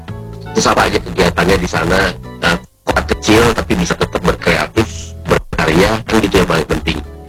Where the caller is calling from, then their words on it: Riau, Indonesia; Karena kalau kita datang kan jauh dari Riau.